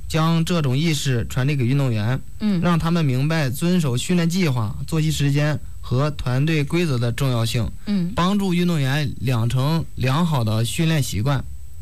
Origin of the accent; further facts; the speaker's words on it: Pingquan, Hebei, China; 承德平泉。